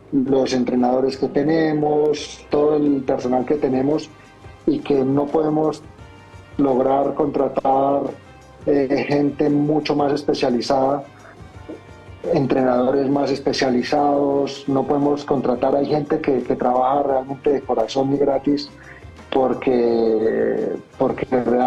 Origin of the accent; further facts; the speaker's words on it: Colombia; Y represento a Latinoamérica y represento a Colombia y soy colombiano